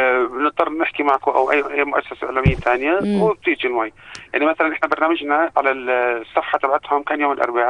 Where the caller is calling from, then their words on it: Jerash, Jerash Governorate, Jordan; جرش، منطقة مهيم غزة.